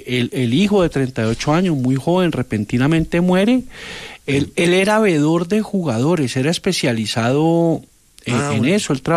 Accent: Zarzal, Valle del Cauca, Colombia; yo soy de Zarzal

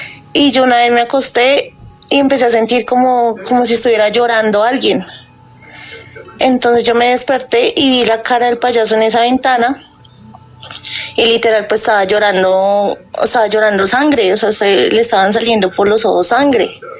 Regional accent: Manizales, Caldas, Colombia; now in Bogotá, Colombia; Desde aquí, de la capital de Bogotá, bueno, pero soy de Manizales Caldas.

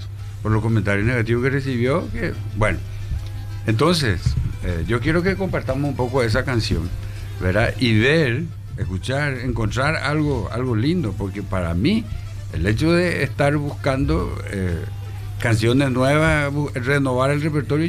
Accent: Paraguay; nuestro espíritu como paraguayo, como raza guaraní

